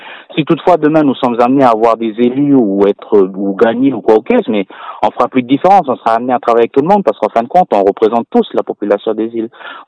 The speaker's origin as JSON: {"language": "French", "country": "New Caledonia", "said": "nous, on est sur terre coutumière et qu'on est essentiellement des Kanaks et nous avons nos valeurs et nos coutumes"}